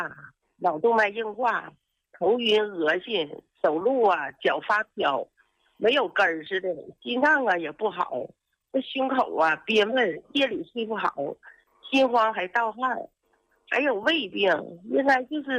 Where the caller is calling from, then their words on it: Fushun, Liaoning, China; 我是辽宁抚顺的，今年66岁的。